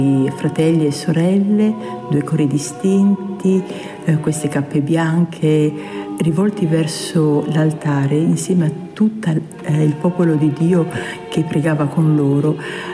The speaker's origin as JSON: {"language": "Italian", "town": "Taranto", "region": "Apulia", "country": "Italy", "tie": "born or raised there", "moved": "yes", "lives_now": "Florence, Italy", "said": "sono originaria di Taranto e sono qui all'Abbadia Fiorentina, monaca della Fraternità Monastica di Gerusalemme, dal gennaio 2001."}